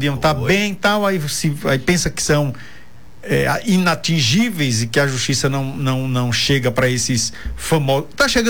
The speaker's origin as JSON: {"language": "Portuguese", "region": "São Paulo", "country": "Brazil", "tie": "born there", "said": "Eu nasci em São Paulo, você sabe? Poxa. Por isso que a gente tem um sotaque meio assim, né, mano?"}